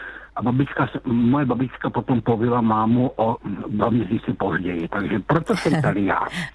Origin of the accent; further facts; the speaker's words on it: Lysá nad Labem, Central Bohemian Region, Czechia; Já jsem z Lysé nad Labem.